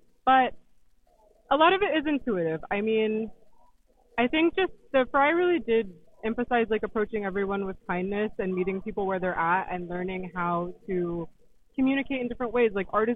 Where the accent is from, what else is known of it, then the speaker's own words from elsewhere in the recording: Colorado, United States; now in Seattle, United States; I'm from Colorado.